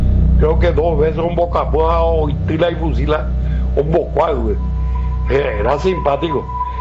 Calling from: Capiatá, Central, Paraguay; Y vivo en Capiatá, Capiatá de mis amores.

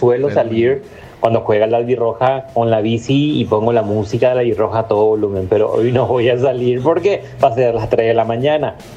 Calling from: Seville, Andalusia, Spain; desde Sevilla.

